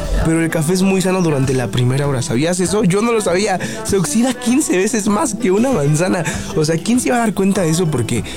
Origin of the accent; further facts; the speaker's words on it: Tenango de Doria, Hidalgo, Mexico; born there; me acaban de regalar un café mis padres muy rico que viene del pueblo donde yo nací, que es Tenango de Dori Hidalgo.